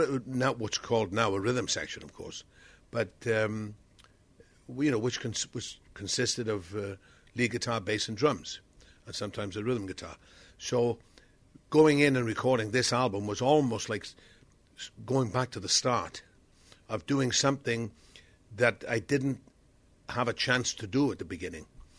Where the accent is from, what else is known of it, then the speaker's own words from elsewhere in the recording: Wales, United Kingdom; I grew up in South Wales, so I went to a Presbyterian chapel